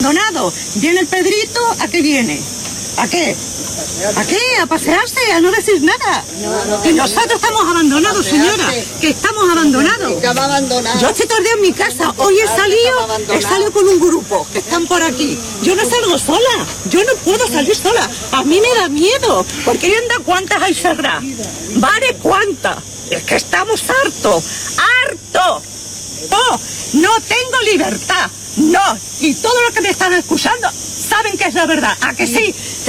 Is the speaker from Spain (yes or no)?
yes; Spain; que nos sentimos abandonados y somos españoles.